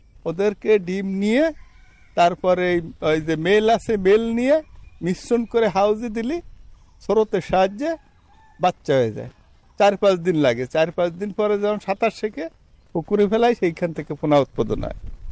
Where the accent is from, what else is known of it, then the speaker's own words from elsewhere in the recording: Bagerhat, Khulna Division, Bangladesh; আমাদের বাড়ি হলো বাগেরহাট ফকিরহাট উপজেলা বাহিরদিয়া গ্রাম।